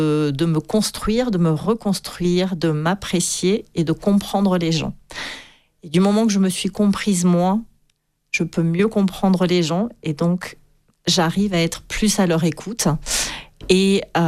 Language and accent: French; Nice, Provence-Alpes-Côte d'Azur, France; born there; also born or lived in Manosque / Roquebillière